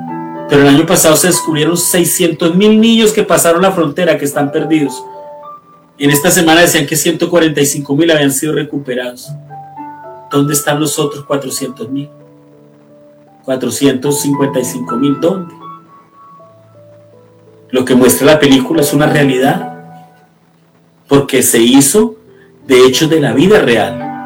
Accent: Colombia; estos días en Colombia, en mi país

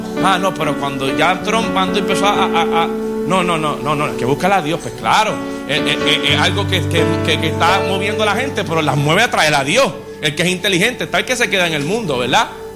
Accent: Puerto Rico; los que son americanos como yo, puertorriqueños

